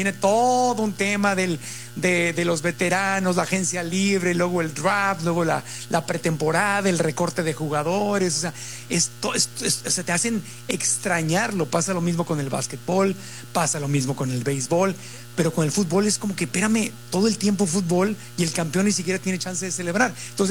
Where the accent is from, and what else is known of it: Mexico